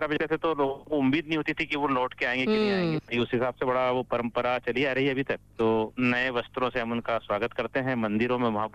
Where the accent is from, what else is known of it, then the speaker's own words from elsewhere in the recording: Madhya Pradesh, India; और वहां से कल सभी बहनें हमारे गांव पे आ जाएंगी, हरदा के पास हमारा गांव है, खेती वगैरह है